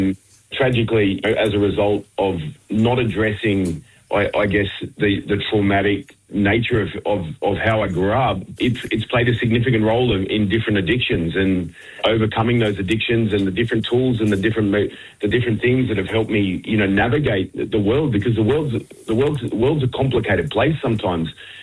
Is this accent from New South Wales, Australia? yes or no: yes; Sydney, New South Wales, Australia; And I grew up down in Sydney, but I was, nurtured by, predominantly around Redfern, Waterloo and that area growing up.